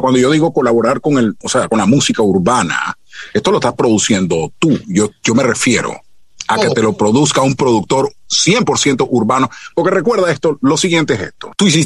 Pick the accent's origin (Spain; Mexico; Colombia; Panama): Panama; yo soy panameño y también produzco, así que méteme.